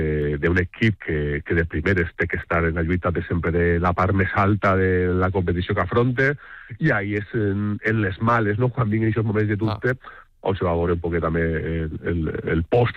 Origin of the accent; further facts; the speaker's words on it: Valencian Community, Spain; pues això, cabrejar-te com a nosaltres, com a els valencians